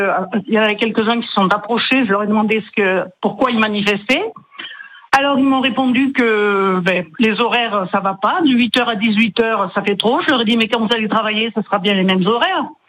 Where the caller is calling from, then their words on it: Montélimar, Auvergne-Rhône-Alpes, France; Oui, je suis à Montélimar, je suis près du lycée technique des Catalans.